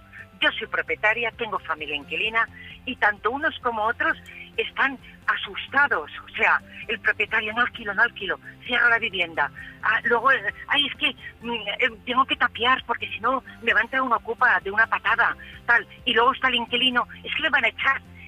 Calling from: Valencia, Valencian Community, Spain

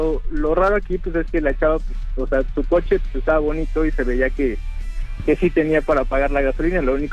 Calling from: Naucalpan, State of Mexico, Mexico; Estoy en el Estado de México en Satélite.

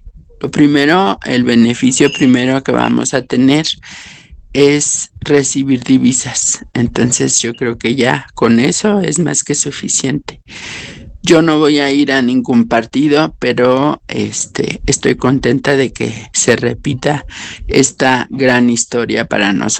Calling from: Mexico City, Mexico; tengo casi 70 años, vivo en Ciudad de México

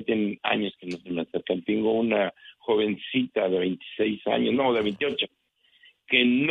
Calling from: Las Vegas, Nevada, United States; No, no soy de Bakersfield, soy de aquí de Las Vegas, Nevada.

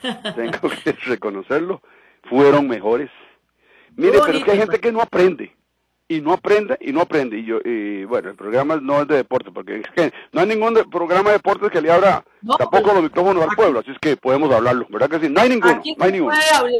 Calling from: San Isidro de El General, San José, Costa Rica; No, yo soy, no, de San Isidro General, allá por donde llaman el Bajo, el Guavo, San Juan de Dios. Ahí casi más cerquita.

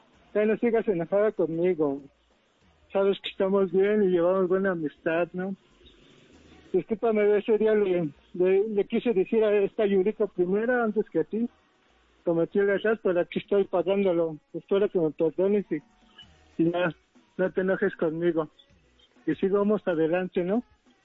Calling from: Ixtapaluca, State of Mexico, Mexico; Ando acá en Iztapaluca

